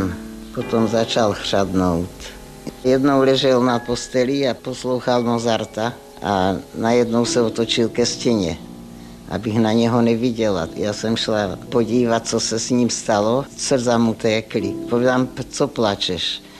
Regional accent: Moravia, Czechia; Tak já jsem tam jednou přišla a on se mě ptal, odkud jste, slečno? A já povídám, z Moravy.

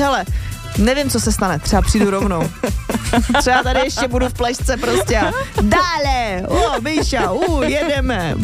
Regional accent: Slovakia; jak jsme ze Slovenska, tak u nás je day drinking

